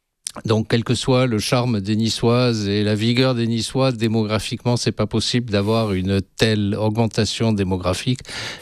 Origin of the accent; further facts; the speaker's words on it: Nice, Provence-Alpes-Côte d'Azur, France; Donc je suis né à Nice, je suis un vrai niçois malgré mon nom, mes parents sont nés à Nice, trois de mes quatre grands-parents sont nés dans les Alpes-Maritimes.